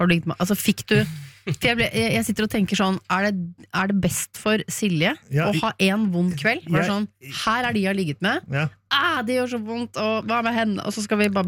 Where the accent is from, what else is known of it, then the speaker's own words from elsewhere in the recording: Oslo, Norway; For meg så kommer du fra Bærum, men det går bra, for jeg er fra Oslo.